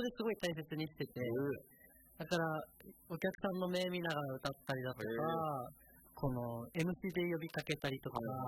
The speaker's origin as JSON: {"language": "Japanese", "region": "Okinawa", "country": "Japan", "moved": "yes", "lives_now": "Tokyo, Japan", "said": "僕もでも夢を追うために沖縄出て"}